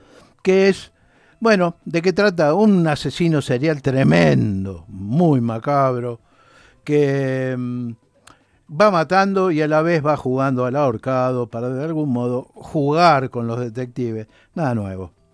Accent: Buenos Aires, Argentina; no se olvide que soy muy porteño

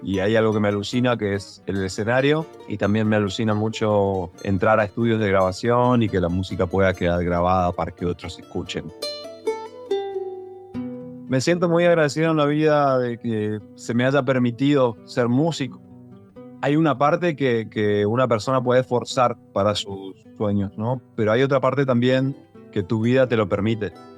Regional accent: Resistencia, Chaco, Argentina; arranqué tocando en bandas de rock en el Chaco, porque vengo de ahí, vengo de Resistencia Chaco.

